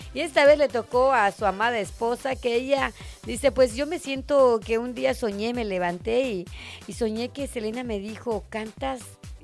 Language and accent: Spanish; Mexico